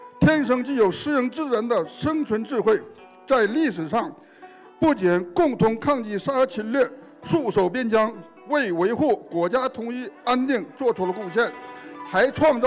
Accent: Hulunbuir, Inner Mongolia, China; 达尔族。我出生于内蒙古呼伦贝尔大兴安岭林区的猎民家庭

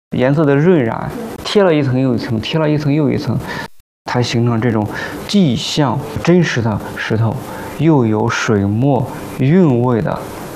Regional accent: Shandong, China; 就是我们山东人就有这股气。

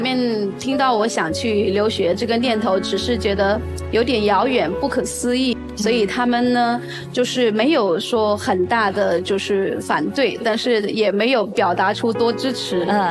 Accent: China; 我来自中国

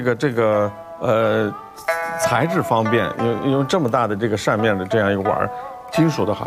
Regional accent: China; 这就是我们中国人的智慧

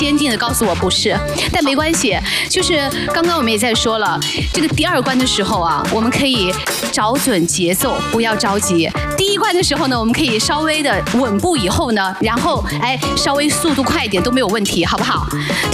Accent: Anhui, China

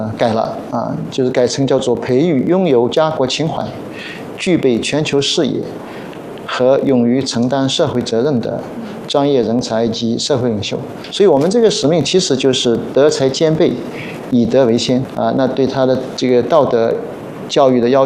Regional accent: Wenzhou, Zhejiang, China; also born or lived in Australia; now in Hong Kong; 香港跟我的家乡其实很近的，我的老家在温州

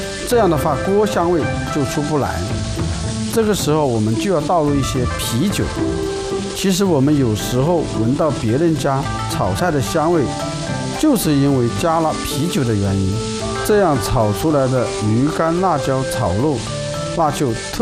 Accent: Jiangxi, China; 对于我们江西人来说，这就是家的味道。

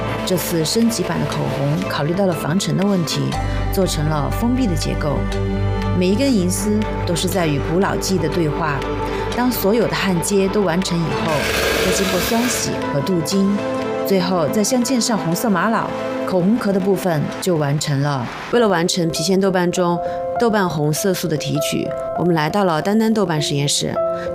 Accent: Chengdu, Sichuan, China; 灵感来自我的家乡郫都

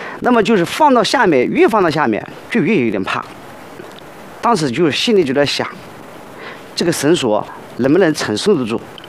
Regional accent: Wuwei, Anhui, China; 我害怕过，因为我的老家是在无为，它是鱼米之乡。

